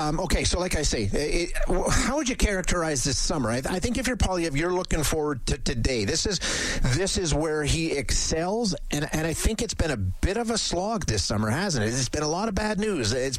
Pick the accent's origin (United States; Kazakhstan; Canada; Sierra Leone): Canada; I'm not going to go on foreign soil and attack my prime minister. I'm a Canadian.